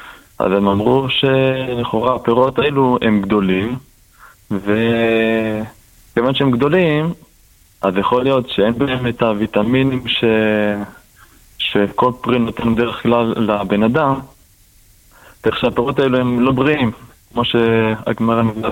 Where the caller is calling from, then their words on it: Jerusalem, Jerusalem District, Israel; מירושלים.